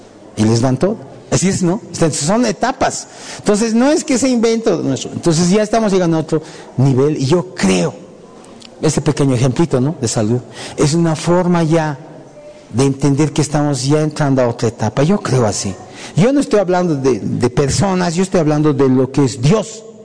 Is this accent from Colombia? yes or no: no; Bolivia; Nosotros también somos bolivianos.